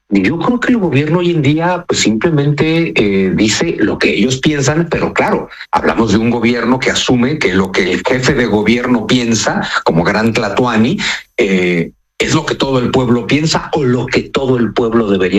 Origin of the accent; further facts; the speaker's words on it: Mexico; born there; México, este país donde yo nací, donde yo vivo